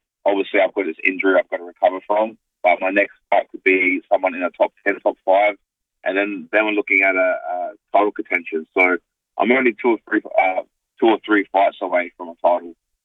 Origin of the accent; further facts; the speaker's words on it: North Haven, South Australia, Australia; also born or lived in Two Wells / Taparoo; now in Auckland, New Zealand; I grew up in North Haven and also Two Wells. Originally, when we first came to Adelaide, I was in Taparoo, and then we moved in with my grandparents in North Haven.